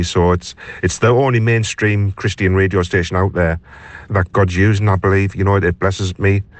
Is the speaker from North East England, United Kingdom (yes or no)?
yes; Gateshead, North East England, United Kingdom; I am from Gateshead.